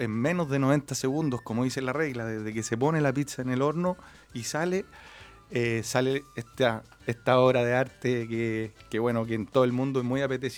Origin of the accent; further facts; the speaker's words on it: Valparaíso, Chile; Somos dos socios porteños, nacidos y criados en Valparaíso, y éramos compañeros también del colegio, amigos de toda la vida.